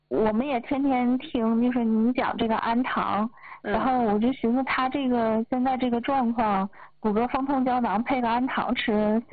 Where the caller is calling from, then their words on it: Changchun, Jilin, China; 我是长春的。我今年48了。